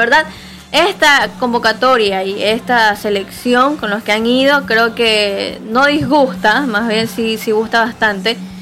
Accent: Ecuador; somos ecuatorianos. Yo después de Ecuador voy a apoyar a Portugal. Soy portugués.

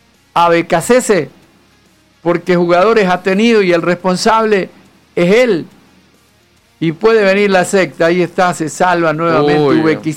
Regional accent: Ecuador

